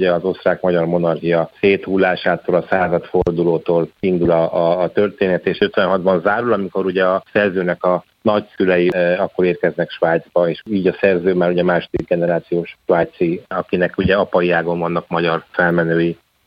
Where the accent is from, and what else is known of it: Hungary